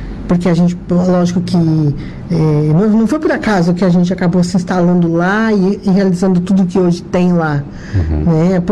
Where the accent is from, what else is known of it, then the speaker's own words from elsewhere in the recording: São Paulo, Brazil; now in Santa Catarina, Brazil; Eu sou paulista